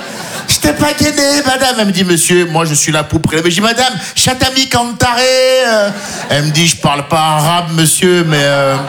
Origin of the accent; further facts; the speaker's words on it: Benin; also born or lived in France; je suis franco-béninois. Ouais, mais je me dis, maintenant, quand les impôts, ils viennent, je suis béninois.